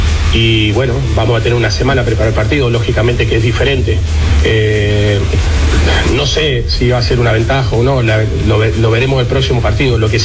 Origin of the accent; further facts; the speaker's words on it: Argentina; moved away as an adult; now in Chile; Yo soy argentino, nacionalizado, llevo 30 años, pero represento totalmente al fútbol chileno. Llevo 30 años ahí en el país, fui jugador y hoy soy entrenador.